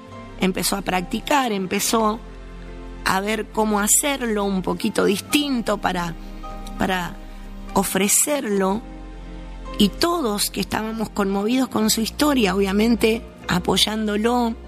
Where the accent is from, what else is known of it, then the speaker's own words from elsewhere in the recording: Villa Ángela, Chaco, Argentina; moved away; soy de la ciudad de Villa Ángela, en el Chaco, oriunda de Villa Ángela, así se dice, ¿no? Oriunda, vengo de ahí, del medio del Chaco. Bueno, en mi época que estuve ahí, cuando era chiquita